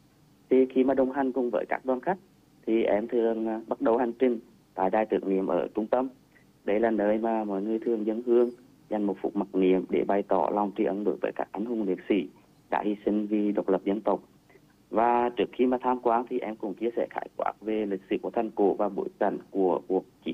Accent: Quảng Trị, Vietnam; khi mà đến với Quảng Trị thì em luôn rất là muốn giới thiệu quê hương của mình.

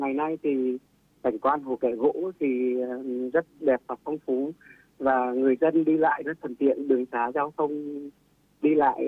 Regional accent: Can Loc, Hà Tĩnh, Vietnam; now in Ho Chi Minh City, Vietnam; mình quê ở gốc ở Can Lộc, Hà Tĩnh.

